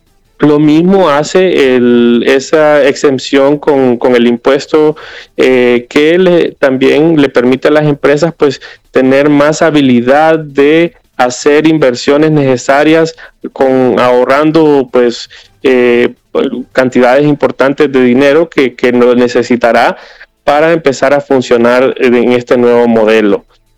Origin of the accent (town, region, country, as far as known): Honduras